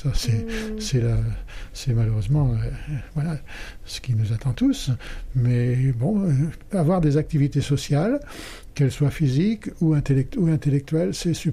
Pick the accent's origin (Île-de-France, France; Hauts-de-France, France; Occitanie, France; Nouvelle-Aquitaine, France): Nouvelle-Aquitaine, France; Châtelaillon-Plage; Je suis d'autant plus favorisé que j'habite pas loin du centre de voile. Je suis donc de Châtelaillon.